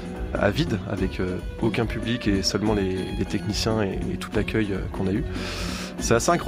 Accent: Lyon, Auvergne-Rhône-Alpes, France; En tant que Lyonnais

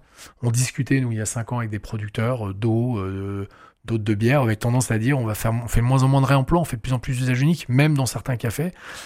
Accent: Lille, Hauts-de-France, France; On est Lillois, donc on a commencé dans le Nord.

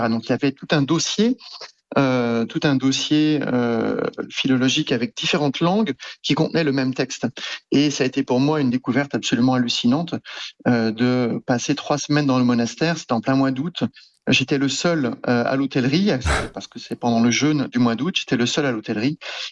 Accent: Angers, Pays de la Loire, France; moved away as an adult; also born or lived in Japan; now in Cairo, Egypt; je suis originaire d'Angers, en l'ouest de la France. J'ai fait des études jusqu'au bac, là-bas.

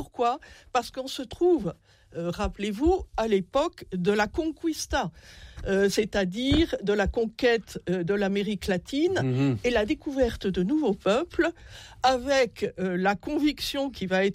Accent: France; parce que nous sommes français, le philosophe Jean-Jacques Rousseau

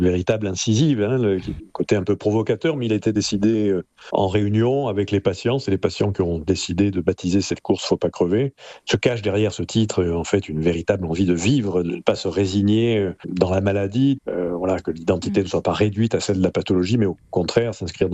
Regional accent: Marseille, Provence-Alpes-Côte d'Azur, France; born or raised there; now in Perpignan, France

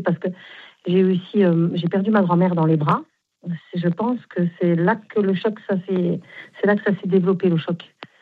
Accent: Grand Est, France; now in Arles, France; Moi, je suis Lorraine, mais j'ai atterri à Arles.

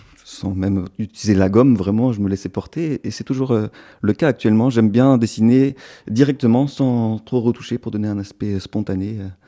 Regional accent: Aix-en-Provence, Provence-Alpes-Côte d'Azur, France; born there; also born or lived in Lille / Lyon; Et pendant au moins 15 ans en Provence, entre Aix et Salon de Provence.

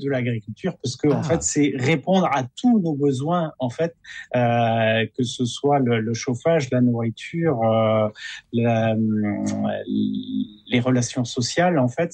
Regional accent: Brittany, France; peut cultiver chez nous en Bretagne

